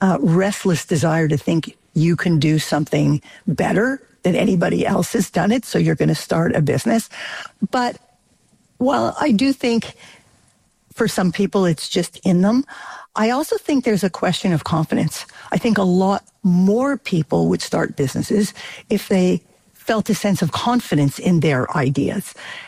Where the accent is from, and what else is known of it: Canada